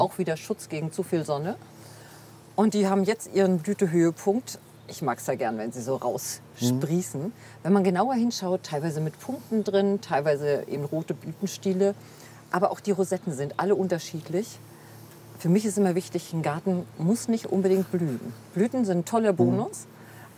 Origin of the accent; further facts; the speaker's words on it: Hamburg, Germany; Also ich komme aus dem Hamburger Raum, nasse, matschige Winter.